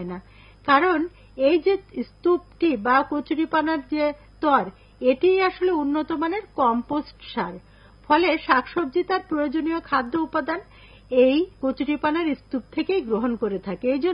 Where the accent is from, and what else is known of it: Bangladesh